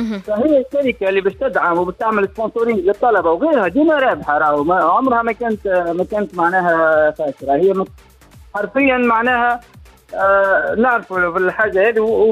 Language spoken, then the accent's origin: Arabic; Tunisia